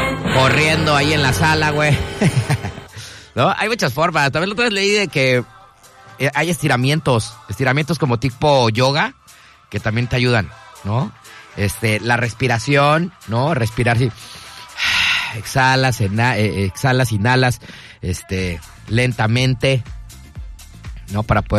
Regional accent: Mexico

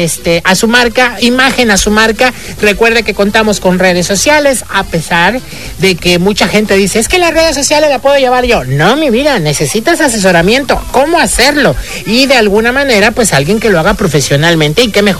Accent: Dominican Republic; moved away; Soy dominicana, pero como comida mexicana.

